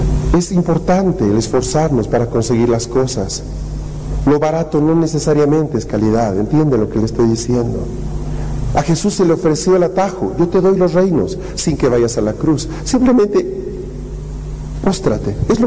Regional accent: La Paz, Bolivia; Yo crecí en una zona en Bolonia donde yo veía a los conscriptos cómo hacían el servicio militar.

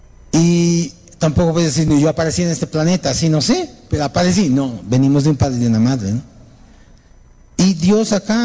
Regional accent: Bolivia; Nosotros mismos acá en Bolivia, a pesar que todos somos bolivianos

